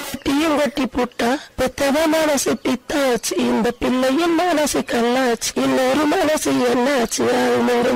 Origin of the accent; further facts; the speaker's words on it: Tamil Nadu, India; moved away as an adult; now in Kombaikadu, India; எங்க சொந்த ஊரு வசநாடு